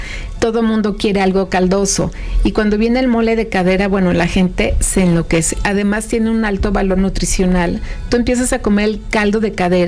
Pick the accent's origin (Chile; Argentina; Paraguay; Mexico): Mexico